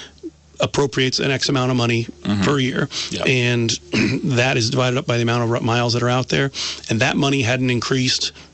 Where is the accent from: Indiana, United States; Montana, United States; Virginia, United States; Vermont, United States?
Vermont, United States; Brandon; born or raised there; also born or lived in Rutland, Vermont